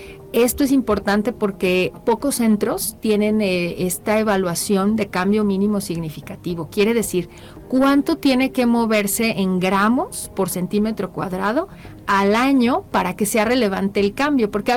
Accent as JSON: {"language": "Spanish", "country": "Mexico", "said": "Tenemos nosotros como población mexicana datos relevantes"}